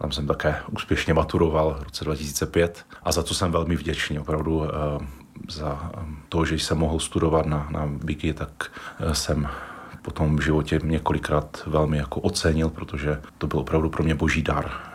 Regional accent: Ostrava, Moravian-Silesian Region, Czechia; Já jsem se narodil v Bartovicích, dneska tam žijí moji rodiče. Nicméně v Bartovicích je pouze malá kaplička svaté Anny, takže do kostela jsem chodil do Radvanic a farnost Ostrava Radvanice beru svou, jako svou domovskou

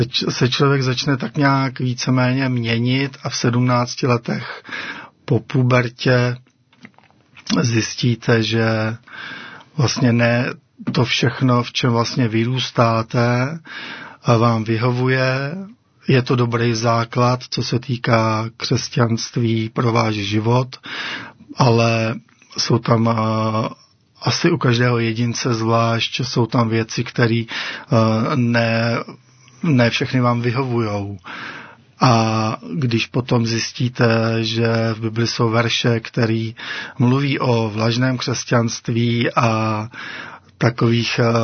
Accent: Chrast, Pardubice Region, Czechia; Jsem z Chrasti u Chrudimi.

